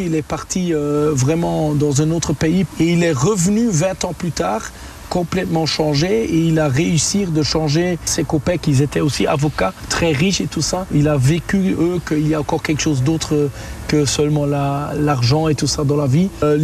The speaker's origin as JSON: {"language": "French", "town": "Eupen", "region": "Wallonia", "country": "Belgium", "first_language": "de", "second_language": "French", "said": "Non, je suis belge, j'habite à Eupen, ça veut dire que je parle allemand, ça c'est ma langue maternelle, mais je suis 100% belge."}